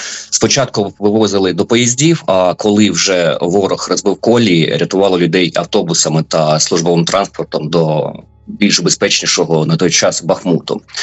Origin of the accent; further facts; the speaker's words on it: Lysychansk, Luhansk Oblast, Ukraine; born there; moved away; А я народився в Лисичанську, якраз саме в районі, який називається Дим.